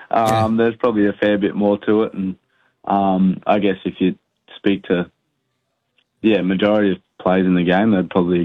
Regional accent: Queensland, Australia; Being a Queenslander as well.

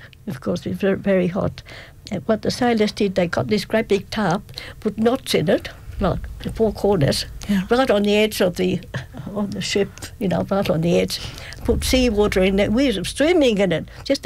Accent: Australia; I said, I'm from Australia. I'm looking at my father.

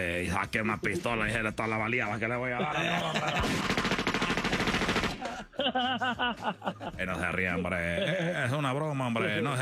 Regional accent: Honduras; Y en Honduras le dije, bueno, es que ahí en mi país, y la verdad, yo siempre quise tener una casa grande.

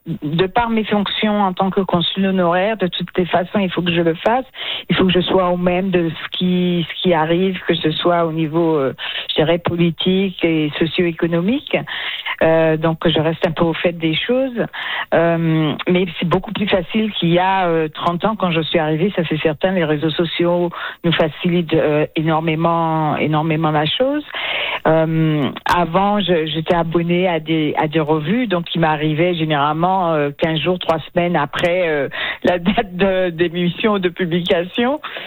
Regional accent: Martinique; born there; moved away; also born or lived in France; je suis originaire de la Martinique, qui est donc une île française dans la Caraïbe.

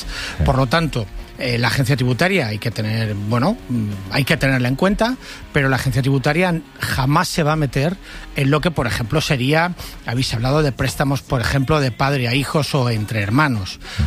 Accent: Valencia, Valencian Community, Spain; Estoy en Radio Valencia, vale, en mi ciudad natal, en Valencia.

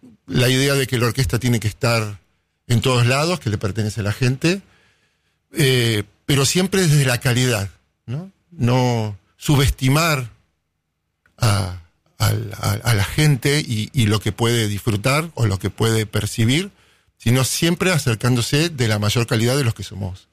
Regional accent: Buenos Aires, Argentina; moved away as an adult; also born or lived in Indiana, United States / Berlin, Germany / Venezuela; soy de aquí, de Buenos Aires.

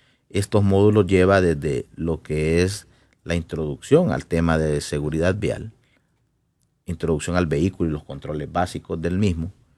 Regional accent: Honduras

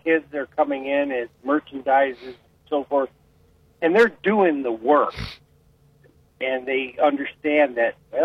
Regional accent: Wickliffe, Ohio, United States; And so many friends that I had in Willowick. I grew up in Wickliffe.

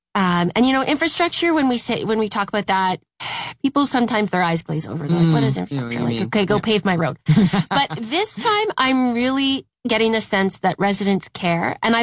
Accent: Ottawa, Ontario, Canada; And I grew up in Ottawa.

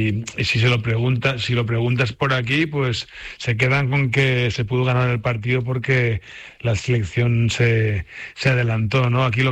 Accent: Spain; siendo español pero también teniendo muchos amigos y trabajando aquí es complicado

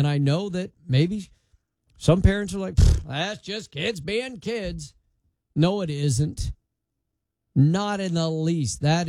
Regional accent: Colorado, United States; there was Coors Barley, was a big agriculture community where I grew up in Colorado.

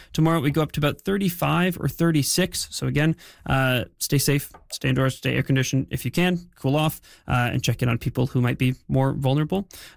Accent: Hamilton, Ontario, Canada; So the hotspot might have been Toronto, but Hamilton, my hometown, about an hour away from Toronto

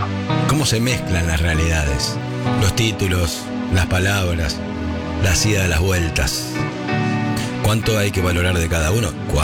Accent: Argentina; Esto es lo que nos gusta a nosotros, porque somos argentinos.

